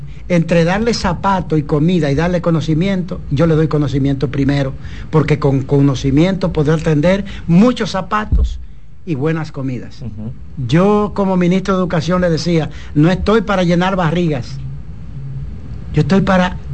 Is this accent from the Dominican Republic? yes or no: yes; Dominican Republic; born there; La Rancha, donde yo nací. Mi gran urbe, mi gran ciudad